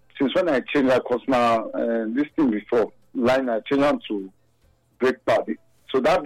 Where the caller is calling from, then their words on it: Benin City, Edo, Nigeria; is calling from Benin.